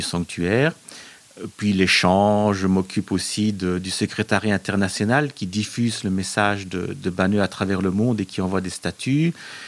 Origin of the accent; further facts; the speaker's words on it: Wallonia, Belgium; Et donc, je suis issu de l'AS Bay, de la région de Hannu.